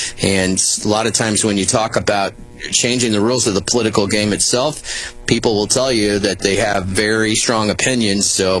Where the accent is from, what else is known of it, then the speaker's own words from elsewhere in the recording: Mexico, Missouri, United States; Mexico, my hometown